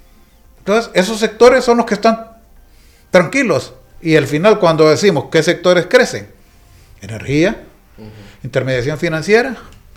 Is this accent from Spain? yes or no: no; Honduras; nosotros como hondureños